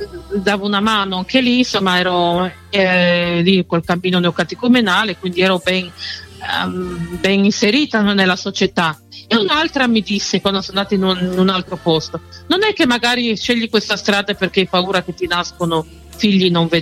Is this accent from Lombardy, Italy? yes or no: no; Pordenone, Friuli-Venezia Giulia, Italy; Mia mamma andava a chiedere anche una volta anche all'oculista lì a Pordenone, perché sono originario di Pordenone, no?